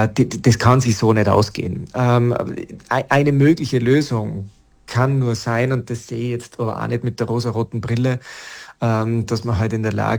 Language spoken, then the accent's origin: German; Salzburg, Austria; Meine Zeit, meine Kindheit und Jugend im Rauriser Tal war für mich wahnsinnig prägend für vieles, was ich heute denke, fühle, wie ich mich verhalte, wie meine Einstellungen, meine Prinzipien sind.